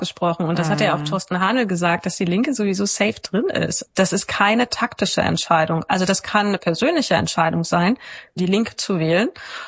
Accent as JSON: {"language": "German", "town": "Wernigerode", "region": "Saxony-Anhalt", "country": "Germany", "said": "Wernigerode, da wo ich herkomme, auch."}